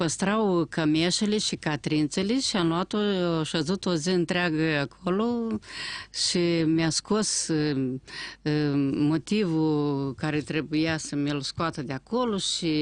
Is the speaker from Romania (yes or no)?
no; Cahul, Cahul District, Moldova; born or raised there; moved away